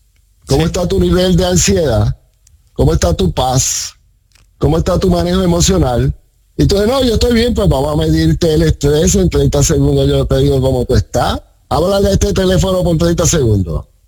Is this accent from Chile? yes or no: no; Puerto Rico; Somos de Puerto Rico.